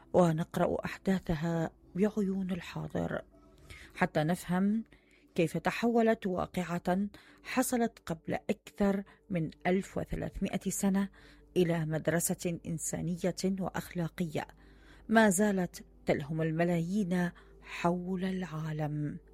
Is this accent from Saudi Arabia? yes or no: no; Iraq; accent: Iraqi; خلينا نقول بلهجتنا العراقية